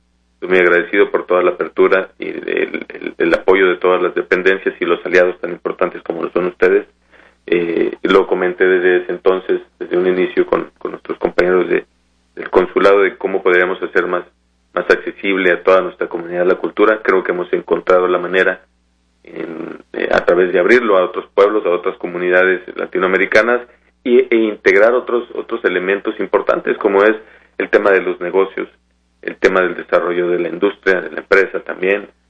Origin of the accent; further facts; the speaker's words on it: Mexico; now in Seattle, United States; todos somos representantes de México